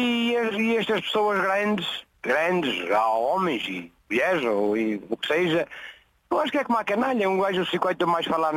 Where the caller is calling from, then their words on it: Sabrosa, Norte, Portugal; A minha formação inicial e a minha carreira inicial foi na minha aldeia, nos bombeiros voluntários de Cheires. E agora pedi transferência há coisa de 7 anos para os bombeiros voluntários de Provozende. Fica no Conselho de Sabrosa.